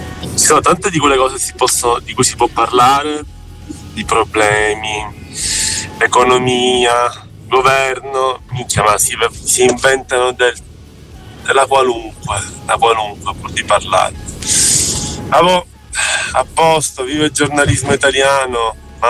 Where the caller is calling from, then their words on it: Monza, Lombardy, Italy; da Monza.